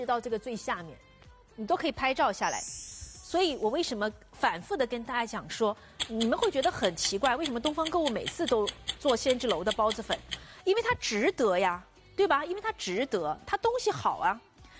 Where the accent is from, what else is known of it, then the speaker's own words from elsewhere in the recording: Jiangxi, China; now in Shanghai, China; 回到老家一起出去玩，我们老家爬庐山啊什么的